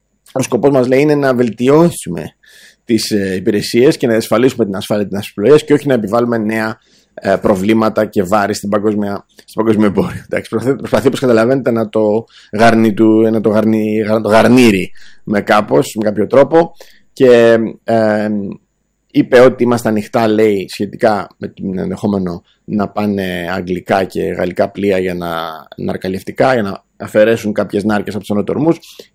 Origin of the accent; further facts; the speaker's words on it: Greece; εμείς σαν Έλληνες